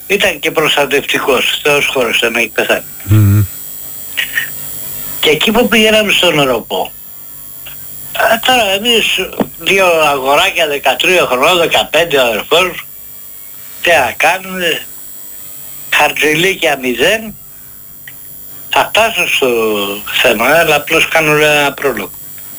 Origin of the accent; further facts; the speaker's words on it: Karditsa, Thessaly, Greece; έφυγα πήγα στην Καρδίτσα, στο χωριό μου, στην Λίμνη Πλαστήρα.